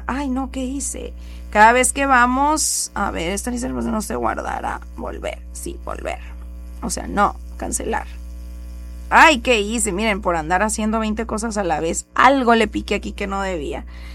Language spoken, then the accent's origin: Spanish; Mexico; ya sé, como buena mexicana, a ver si mañana sí voy